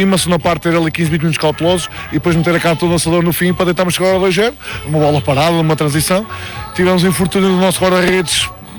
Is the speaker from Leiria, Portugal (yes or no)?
no; Coimbra, Portugal; Fico muito contente, porque eu sou de Coimbra, ver esta gente também de perto